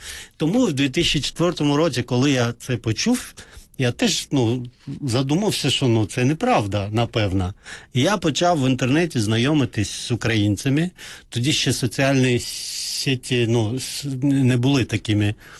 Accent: Azerbaijan; Ukrainian is a second language; moved away as an adult; now in Ukraine

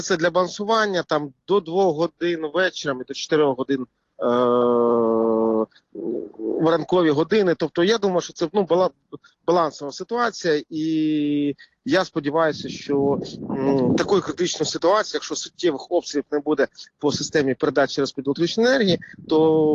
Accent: Kharkiv, Kharkiv Oblast, Ukraine; мій рідний Харків

